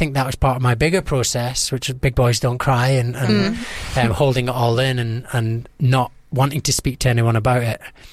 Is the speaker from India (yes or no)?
no; Scotland, United Kingdom; she was from New York, I'm from Scotland, so there is a bit of cultural differences as well